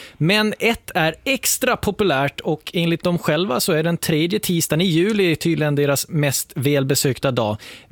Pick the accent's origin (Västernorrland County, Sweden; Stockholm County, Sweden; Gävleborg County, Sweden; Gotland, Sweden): Gotland, Sweden; accent: Gotlandic; Det är min gotländska kanske.